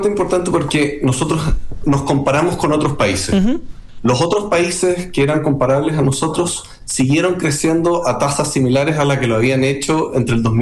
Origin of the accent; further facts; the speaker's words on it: Chile; nosotros como chilenos, no es que seamos capaces de producir más